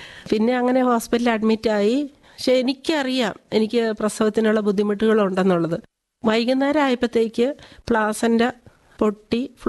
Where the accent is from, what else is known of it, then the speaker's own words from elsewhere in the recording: Rajakkad, Kerala, India; ഇടുക്കിയിലാണ്, Idukki Rajakkad.